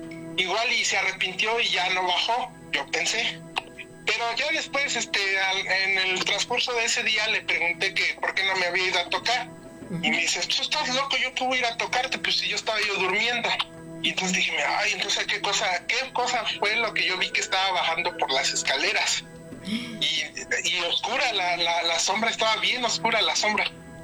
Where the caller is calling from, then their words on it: Puebla, Mexico; Desde la ciudad de Puebla, capital.